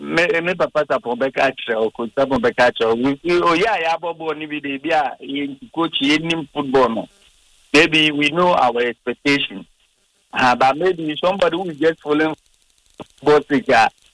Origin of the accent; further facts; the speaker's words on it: Ghana; But yes, sir, of course, I'm a Ghanaian, I'll be very happy.